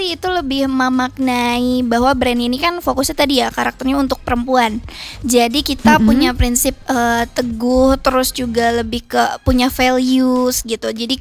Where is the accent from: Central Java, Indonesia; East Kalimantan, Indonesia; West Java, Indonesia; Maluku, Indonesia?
West Java, Indonesia; Bandung; Sebenarnya aku lahir di Bandung, okay. Cuman mama Sunda, papa Ambon gitu.